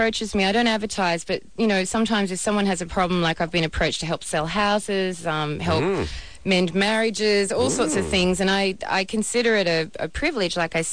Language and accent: English; Australia; moved away; growing up in Australia